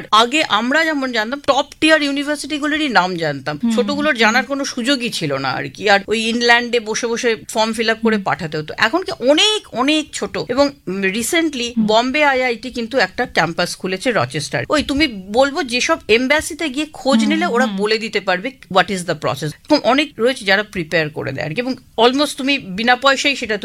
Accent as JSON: {"language": "Bangla", "country": "India", "moved": "as an adult"}